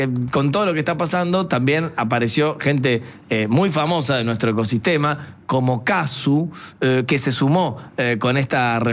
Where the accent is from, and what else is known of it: Argentina